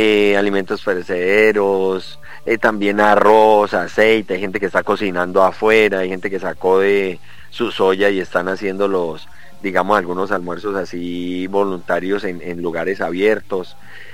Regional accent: Popayán, Cauca, Colombia; moved away as an adult; Pues yo soy de Popayán, todo el mundo lo sabe, pero llevo ya 5 años viviendo aquí en esta ciudad

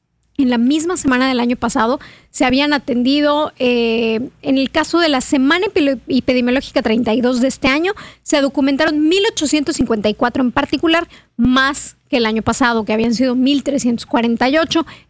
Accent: Yucatán, Mexico; Tolero el calor y eso que soy yucateca y que he vivido en esta ciudad toda mi vida. Y créame que y he ido al norte del país a vivir también el calor seco

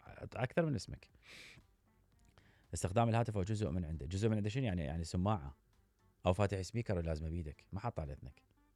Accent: Iraq; أحاول ما أحكي أنا عراقي

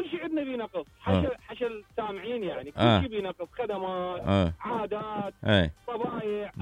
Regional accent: Iraq; احنا عراقيين.

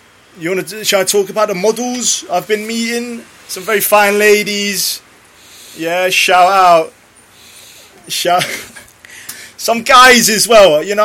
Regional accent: London, United Kingdom; I was born in London, born and bred North London, near Wood Green

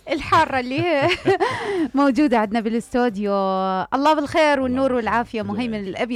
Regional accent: Iraq; يعني إحنا كعراقيين نخزنها بالمجمدات

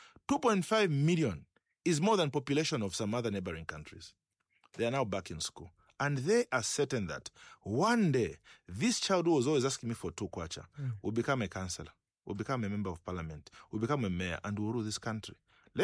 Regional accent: Chingola, Copperbelt, Zambia; I come from Chingola.

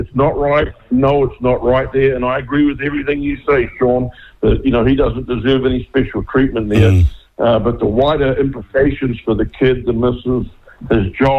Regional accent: Porirua, Wellington, New Zealand; you and I grew up in Porirua, mate, and I was up in Kokiri up there in Champion Street.

